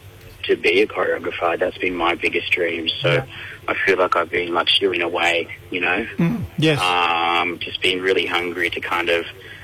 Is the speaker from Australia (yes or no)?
yes; Culburra Beach, New South Wales, Australia; also born or lived in Dubbo; now in Sydney, Australia; I am a proud Radjuriga Millerai man from central New South Wales.